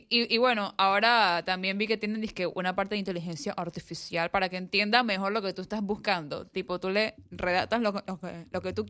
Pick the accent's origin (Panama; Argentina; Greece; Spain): Panama; Colón; now in Panama City, Panama; los que somos de Colón y migramos a Panamá